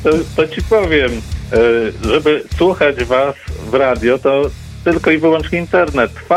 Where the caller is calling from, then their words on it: Siedlce, Masovian Voivodeship, Poland; To są Siedlce, 100 kilometrów od Warszawy.